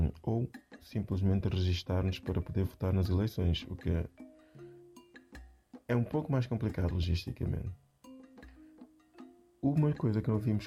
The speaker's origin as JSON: {"language": "Portuguese", "country": "Mozambique", "moved": "yes", "lives_now": "Netherlands", "said": "Como moçambicano residente na Holanda"}